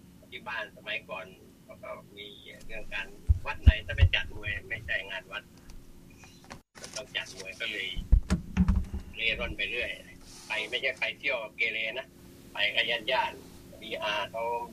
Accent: Dan Khun Thot, Nakhon Ratchasima, Thailand; born there; เลยก็คือเกิดก็คือที่โคราชนะที

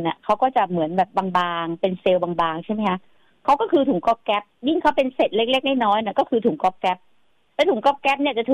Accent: Chiang Mai, Thailand; now in Bangkok, Thailand; แต่เราก็จะใช้ชีวิตอยู่กรุงเทพเนาะทั้งที่บ้านอยู่เชียงใหม่ก็ไปมาอะไรเงี้ยแต่เราก็อยู่กรุงเทพ

